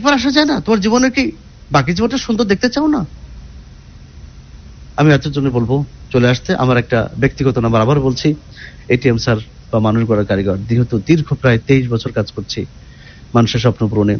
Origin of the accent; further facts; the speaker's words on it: Kushtia, Khulna Division, Bangladesh; রংপুর, দিনাজপুর, আমার বাড়ি যেমন কুষ্টিয়া, সিলেট, চট্টগ্রাম, সারা দেশ থেকে আসে।